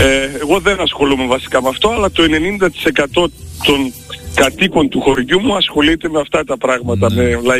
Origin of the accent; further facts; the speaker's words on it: Monovrysi, Central Macedonia, Greece; born there; Μονόβρης Σερών, κατάγομαι.